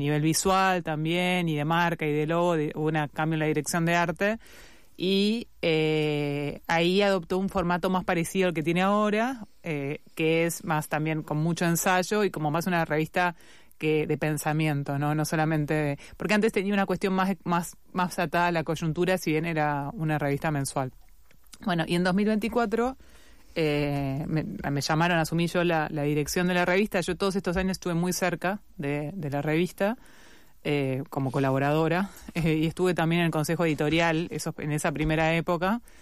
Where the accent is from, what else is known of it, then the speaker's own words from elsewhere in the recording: Uruguay; now in Argentina; yo soy uruguaya, viviendo en Argentina